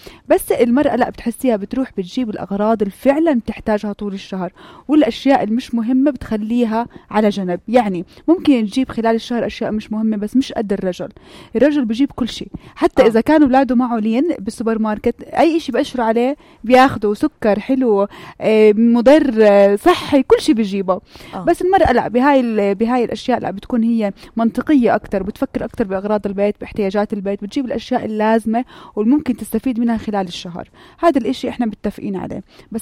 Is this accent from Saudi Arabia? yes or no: no; Jordan